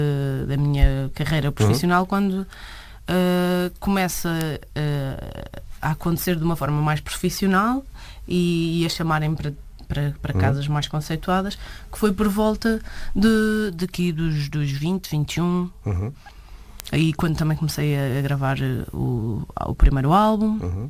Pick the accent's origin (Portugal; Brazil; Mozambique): Portugal; Cascais, Lisbon; Não, nasci em Lisboa, mas temos vivido sempre em Cascais.